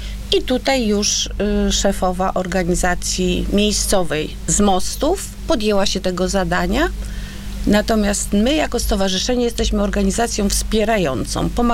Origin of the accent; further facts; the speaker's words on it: Gdańsk, Pomeranian Voivodeship, Poland; ponieważ my jesteśmy z Gdańska, dojeżdżaliśmy, krótko mówiąc, przez 10 miesięcy